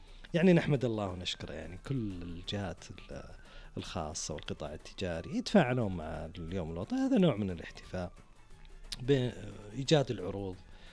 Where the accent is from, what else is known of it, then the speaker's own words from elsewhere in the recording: Saudi Arabia; أول شيء مسلمين وسعوديين